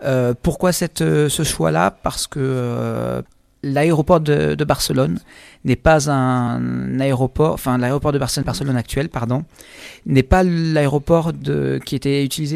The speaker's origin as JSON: {"language": "French", "town": "Toulouse", "region": "Occitanie", "country": "France", "said": "en tant que Toulousain, on est imprégné par cette culture hispanique"}